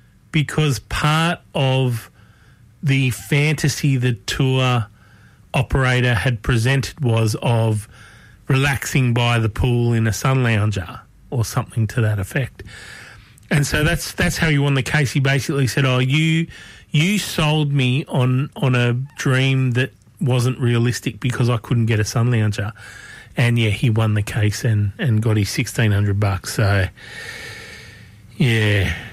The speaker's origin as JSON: {"language": "English", "town": "Concord", "region": "New South Wales", "country": "Australia", "tie": "born or raised there", "said": "I grew up in Concord, which, look, you know, it's a bit more developed now than it was when I lived there. But when I was growing up there, it was called the Parkland suburb."}